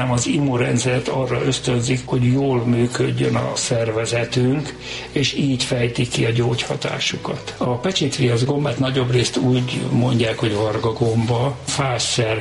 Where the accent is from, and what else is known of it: Budapest, Hungary; born or raised there